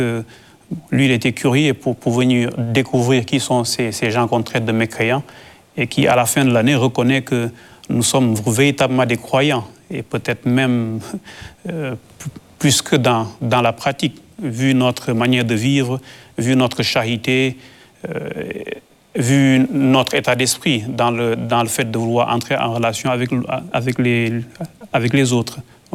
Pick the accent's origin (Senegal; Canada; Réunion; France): Senegal; Mais nous sommes convaincus, en tant que Sénégalais